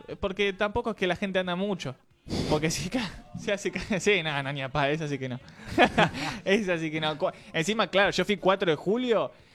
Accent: Argentina

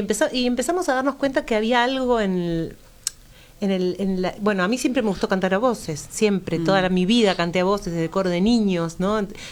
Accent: La Plata, Buenos Aires Province, Argentina; Como buena platense, cantaba folclore, música rioplatense

